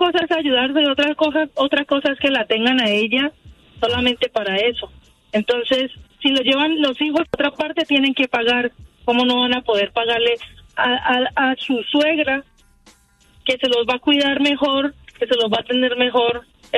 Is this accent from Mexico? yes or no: no; Colombia; now in Tracy, United States; Soy colombiana.